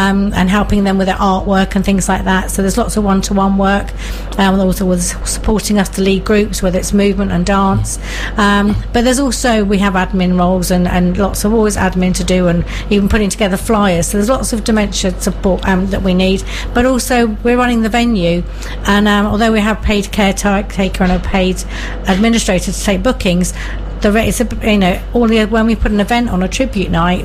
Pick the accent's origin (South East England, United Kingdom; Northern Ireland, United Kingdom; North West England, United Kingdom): South East England, United Kingdom; Alton; I was born in Alton, lived here all my life, and it's a great place to be.